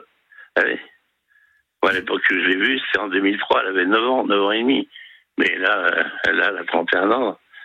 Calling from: Nantes, Pays de la Loire, France; je suis dans 44, à Nantes.

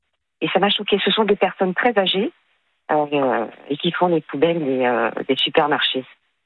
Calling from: Paris, Île-de-France, France; J'ai 61 ans, j'habite à Paris.

